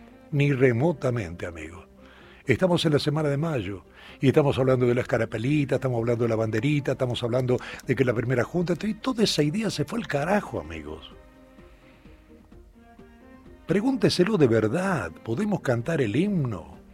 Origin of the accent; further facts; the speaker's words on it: Argentina; los argentinos no tenemos muy bien exactamente qué somos. ¿Qué somos los argentinos, en definitiva? Somos un cacho italiano, un cacho español, un cacho alemán, un cacho francés, entonces tenemos de todo acá.